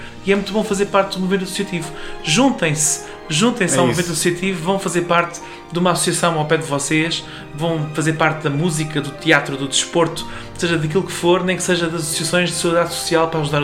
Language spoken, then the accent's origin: Portuguese; Portugal; É a terra da minha família paterna, por acaso também sou do Rosário.